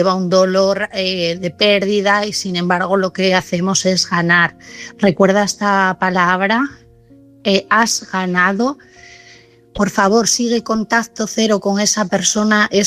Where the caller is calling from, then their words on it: Asturias, Spain; de Asturias.